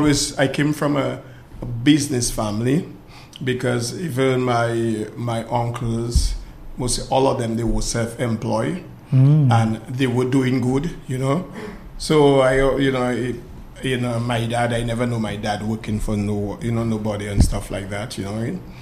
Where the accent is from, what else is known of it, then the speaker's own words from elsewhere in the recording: St. Joseph, Saint Joseph Parish, Dominica; I'm from the West Coast, a village called St. Joseph.